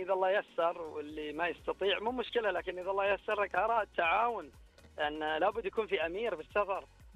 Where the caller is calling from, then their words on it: Saudi Arabia; احنا في بلدنا ما شاء الله المملكه العربيه السعوديه